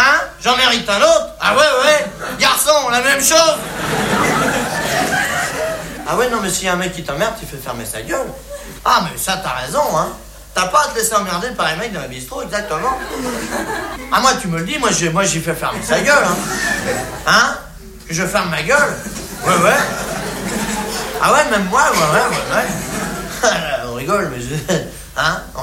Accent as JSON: {"language": "French", "country": "France", "said": "Les français, c'est des cons, ouais, bah, je suis bien blasé, hein, je suis français."}